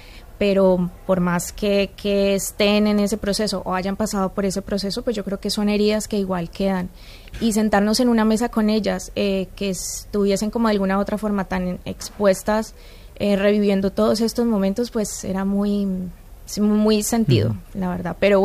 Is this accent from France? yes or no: no; Colombia; Sí, soy colombiana, pero no tengo historias cercanas.